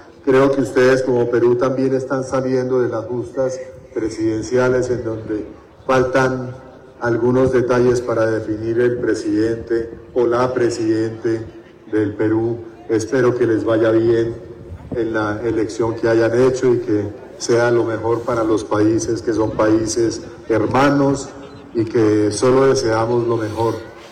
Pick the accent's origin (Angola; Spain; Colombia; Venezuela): Colombia; desde Colombia, desde mi tierra